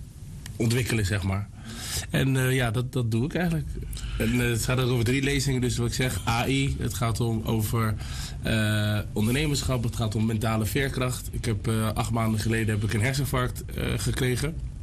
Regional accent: The Hague, South Holland, Netherlands; geboren en getogen in Den Haag.

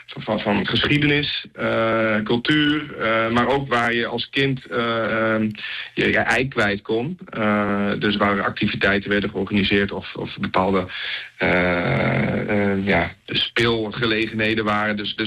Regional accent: Flevoland, Netherlands; born there; also born or lived in Lelystad / Almere; toen we in Lelystad woonden en ook later in Almere.

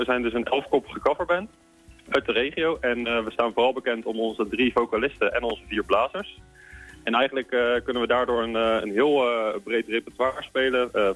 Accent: Leiden, South Holland, Netherlands; Nee, we komen uit de regio. Ja. En we komen de meeste van ons komen uit Leiden. Dus we komen niet uit Alphen zelf.

